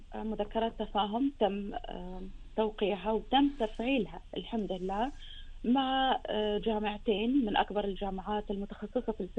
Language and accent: Arabic; Kuwait